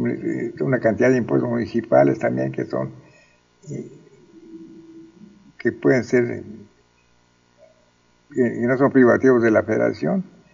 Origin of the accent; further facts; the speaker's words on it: Quintana Roo, Mexico; si me preguntan a mí si eres mexicano, pues claro que soy mexicano.